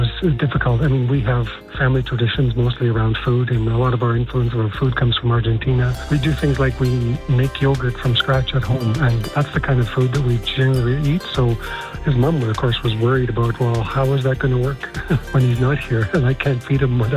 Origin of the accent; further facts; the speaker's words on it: Manitoba, Canada; now in Calgary, Canada; I'm from Western Manitoba, so there's a lot of hockey there.